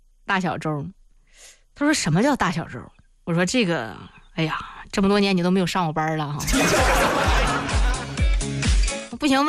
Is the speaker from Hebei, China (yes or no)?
yes; Zhengding, Hebei, China; 因为我老家是正定的嘛，我们家也是在古城附近住，